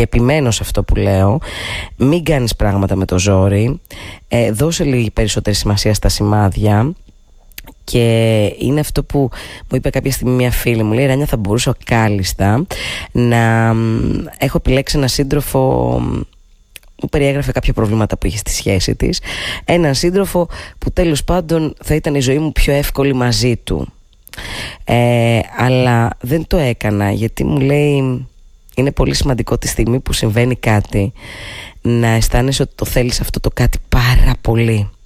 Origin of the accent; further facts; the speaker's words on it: Thessaloniki, Central Macedonia, Greece; moved away; εννοώ εγώ ρε παιδάκι μου και κάποιοι άλλοι φίλοι μου που φύγαμε από τη Θεσσαλονίκη και ήρθαμε στην Αθήνα και μετά εμένα η ζωή με έστειλε ακόμη πιο κάτω.